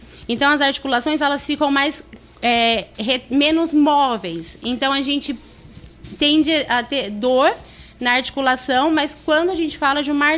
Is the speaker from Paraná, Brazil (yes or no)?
no; São Paulo, Brazil; now in Itapetininga, Brazil; Eu sou de São Paulo